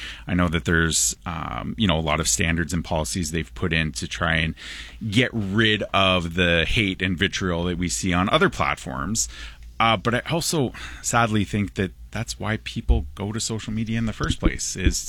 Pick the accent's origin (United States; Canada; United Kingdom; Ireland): Canada; Alberta; I grew up in Alberta